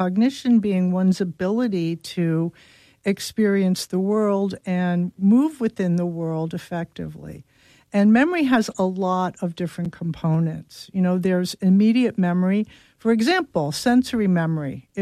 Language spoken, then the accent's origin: English; Brooklyn, New York, United States; Largely influenced by my Italian grandmother, who I spent every Sunday with growing up in Brooklyn.